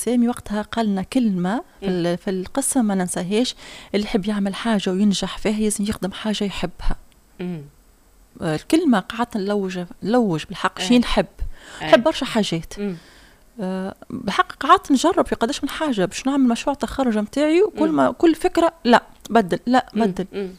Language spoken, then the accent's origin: Arabic; Manouba, Tunisia; نقول احنا وليت منوبه ومنوبه ودلي صنهاجه.